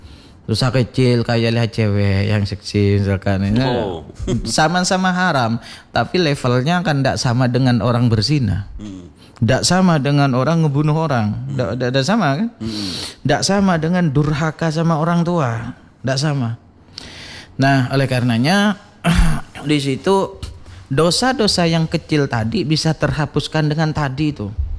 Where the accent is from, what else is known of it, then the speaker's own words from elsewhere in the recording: Madura, Indonesia; saya kan orang Madura.